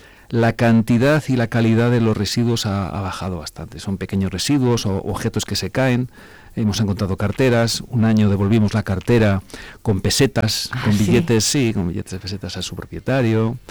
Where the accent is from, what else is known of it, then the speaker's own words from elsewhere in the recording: Zamora, Castile and León, Spain; los que somos zamoranos de la EGB